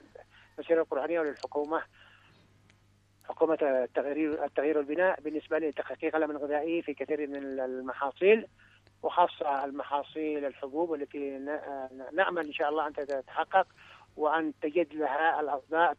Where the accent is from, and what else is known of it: Yemen